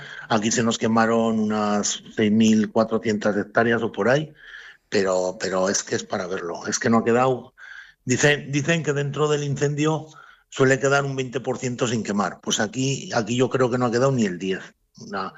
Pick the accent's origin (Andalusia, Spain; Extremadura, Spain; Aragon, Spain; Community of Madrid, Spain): Aragon, Spain; Yo también soy de un castillo, vivo aquí en un castillo. Y llevo en el campo como autónomo desde los 18 años y tengo 61